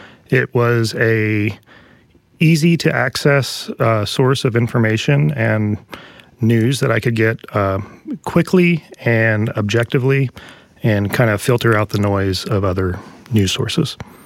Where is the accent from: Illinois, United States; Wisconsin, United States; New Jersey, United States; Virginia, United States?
Virginia, United States; Blacksburg; I'm from Blacksburg, Virginia.